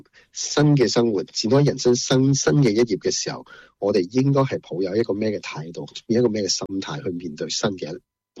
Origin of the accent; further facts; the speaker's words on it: Hong Kong; now in Australia; 我九十年代初已经在澳洲了。是啊，我很多年了在这里。当初我也都回到香港做事，我十年的时间我回到香港做事了。现在回来也都回来差不多超过十年了。